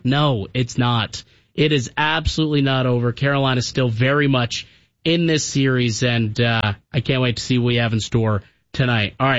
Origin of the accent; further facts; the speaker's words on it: Canada; As a Canadian, I don't like that opinion